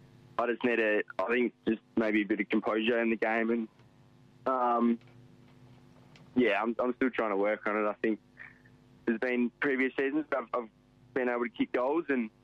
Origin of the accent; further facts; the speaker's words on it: Western Australia, Australia; Yeah, so I'm from Dongarashley, which is 40 minutes south of Geraldton. So Geraldton's the East Fremantle zone, so that's why I grew up in the Perth zone